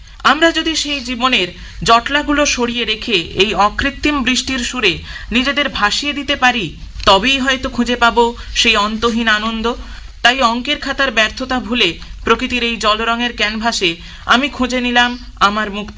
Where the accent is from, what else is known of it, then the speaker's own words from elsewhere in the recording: Baranagar, West Bengal, India; আমার বাড়ি বড়ানগরে, আমি বড়ানগর রামকৃষ্ণ মিশন আশ্রম উচ্চ বিদ্যালয়ে পড়ি।